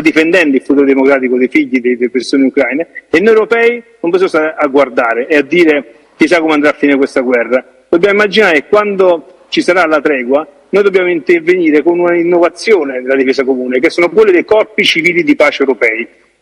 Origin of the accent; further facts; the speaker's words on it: Benevento, Campania, Italy; Io vengo da Benevento, dalla Campania, e lì sappiamo perfettamente che le ultime elezioni regionali abbiamo visto votare meno del 45% degli elettori della regione Campania.